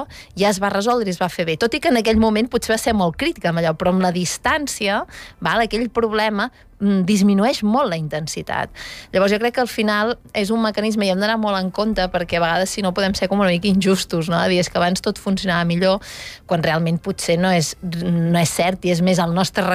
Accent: Girona, Catalonia, Spain; a més soc de Girona

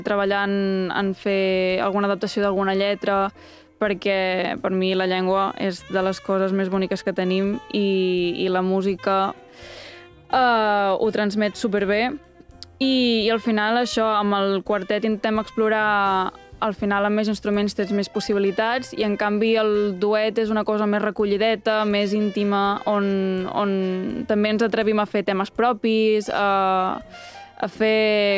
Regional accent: Catalonia, Spain; Al final jo també sóc de l'Empordà, prop de la costa

